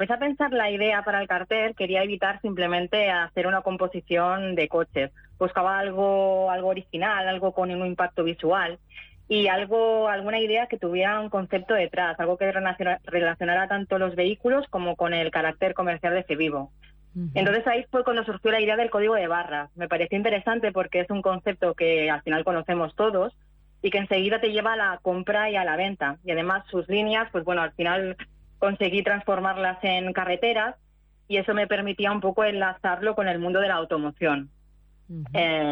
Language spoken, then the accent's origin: Spanish; Torrente de Cinca, Aragon, Spain; siempre me presentaba al cartel de fiestas de mi pueblo, de Torrente de Cinca.